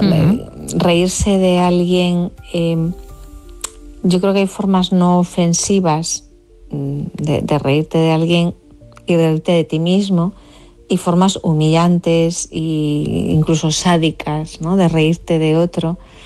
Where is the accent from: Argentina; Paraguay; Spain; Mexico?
Spain; Galicia; La ironía, que yo que soy gallega, bueno, respiramos la ironía como, como parte del idioma, ¿no?